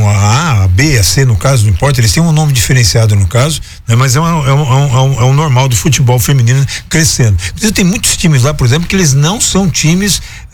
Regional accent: São Bernardo do Campo, São Paulo, Brazil; Eu falo São Bernardo porque eu sou de São Bernardo, então eu puxo o R.

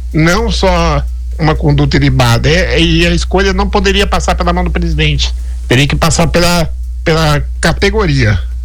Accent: Caraguatatuba, São Paulo, Brazil; eu sou caiçado, sou nascido aqui em Caraguatatuba

